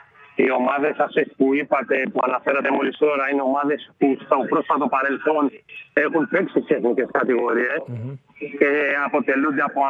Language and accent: Greek; Keratsini, Attica, Greece; Εγώ είμαι ένα παιδί που γεννήθηκα και μεγάλωσα στην Αμφιάλη, στην περιοχή της Αμφιάλης.